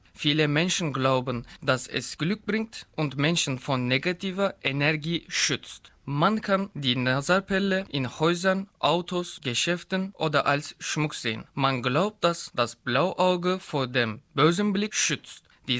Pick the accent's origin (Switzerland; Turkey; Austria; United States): Turkey; German is a second language; ich komme aus der Türkei.